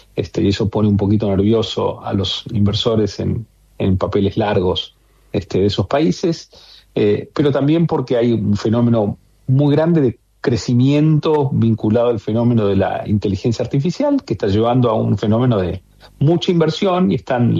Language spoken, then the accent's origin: Spanish; Argentina